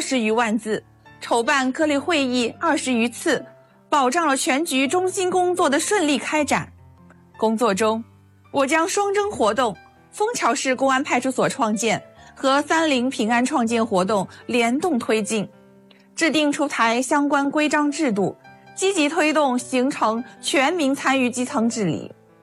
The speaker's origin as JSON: {"language": "Chinese", "town": "Shangcheng", "region": "Henan", "country": "China", "tie": "born or raised there", "said": "我的家乡商城县自然风光旖旎，人文历史荟萃，物产资源丰富，连续6年上榜全国最美丽县域榜单。"}